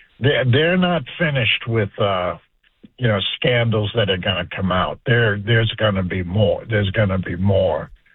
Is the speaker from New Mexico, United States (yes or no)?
no; Maine, United States; You know, I'm from Maine, and, you know, this is the guy that's representing my state nationally.